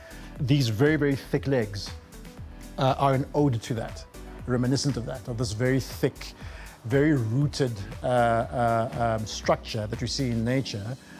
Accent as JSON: {"language": "English", "country": "South Africa", "said": "I'm South African"}